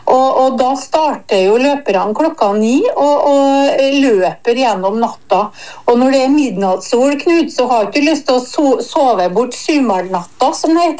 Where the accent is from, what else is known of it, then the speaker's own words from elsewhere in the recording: Trøndelag, Norway; du vet jeg er trønder.